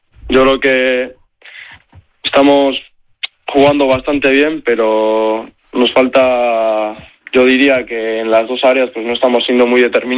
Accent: Basque Country, Spain; Todos los que somos vascos sabemos la importancia que tiene el Arenas en lo que es el País Vasco.

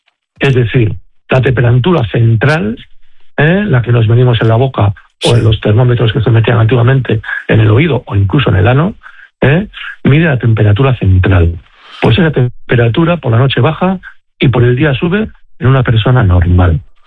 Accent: Region of Murcia, Spain; soy de Murcia

